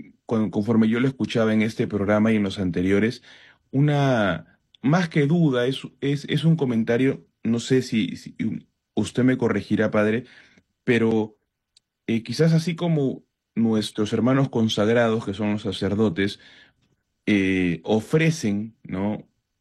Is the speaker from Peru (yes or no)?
yes; Peru; también lo asociaba un poco el tema a nuestra misión como ciudadanos, como peruanos, ¿no?